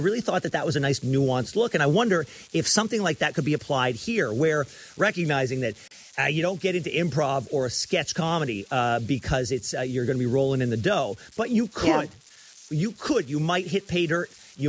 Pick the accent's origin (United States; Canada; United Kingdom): Canada; these awards mean something to me as a Canadian